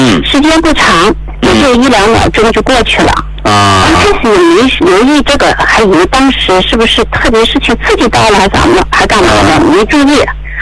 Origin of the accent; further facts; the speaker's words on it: Yantai, Shandong, China; 我是来自山东烟台的哈。